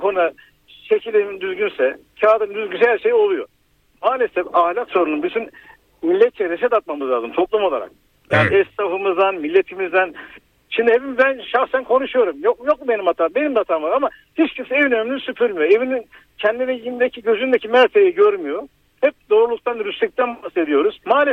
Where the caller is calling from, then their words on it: Ankara, Turkey; Ankara'dan arıyorum.